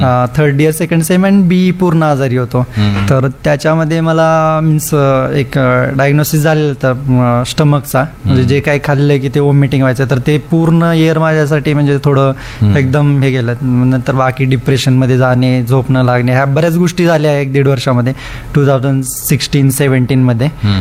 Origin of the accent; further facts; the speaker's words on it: Osmanabad, Maharashtra, India; मी आता मी उस्मानाबादचाच आहे ना, कधी कधी रिलेटिव्ह आहेत